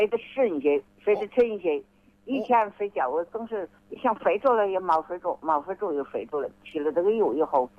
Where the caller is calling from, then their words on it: Huangshi, Hubei, China; 我是黄石啊。